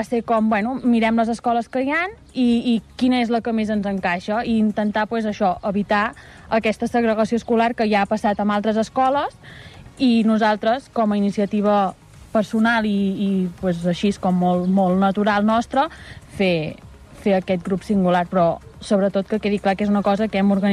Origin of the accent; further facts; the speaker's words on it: Manlleu, Catalonia, Spain; Som famílies de Manlleu, coneixem el context que hi ha a Manlleu